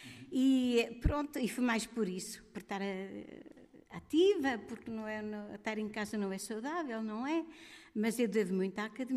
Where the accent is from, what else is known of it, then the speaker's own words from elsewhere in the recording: Três Povos, Castelo Branco, Portugal; now in Fundão, Portugal; sou dos Três Povos, moro no Fundão há 44 anos